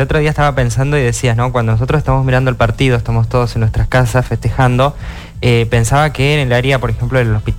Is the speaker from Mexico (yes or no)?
no; Argentina; para como argentinos.